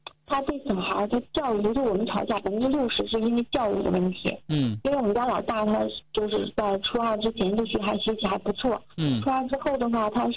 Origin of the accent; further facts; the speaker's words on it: northern China, China; 因为他是南方人，我是北方人，然后我可能思考的东西也比较稍微简单一点